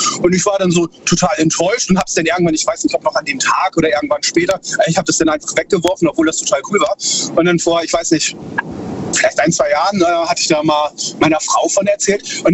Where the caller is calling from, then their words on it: Baden-Württemberg, Germany; Ich bin aus zwischen Heidelberg und Karlsruhe.